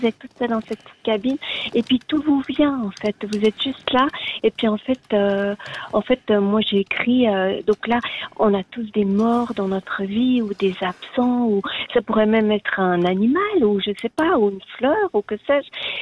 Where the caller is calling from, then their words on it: Neuchâtel, Switzerland; moi j'habite à Neuchâtel